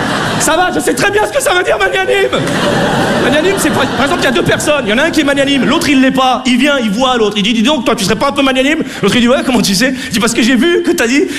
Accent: France; born there; Parce que moi je suis né en France, je parle français, je paie mes impôts en France, j'ai fait mes études en France

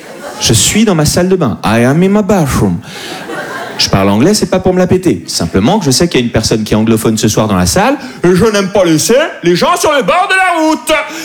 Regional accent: Bastia, Corsica, France; moved away as an adult; je connais très bien la Corse. Je suis né à Bastia. J'ai grandi pendant 17 ans là-bas

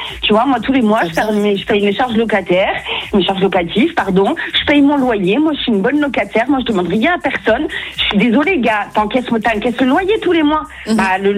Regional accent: Hauts-de-France, France; je suis du Nord.

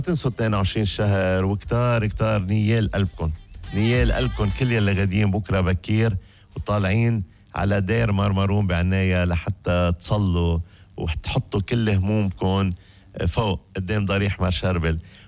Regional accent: Mayrouba, Keserwan-Jbeil, Lebanon; عنا بضيعتنا على كتاف هالمدرج

